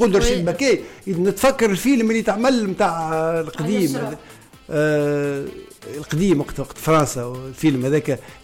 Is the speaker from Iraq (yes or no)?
no; Tunisia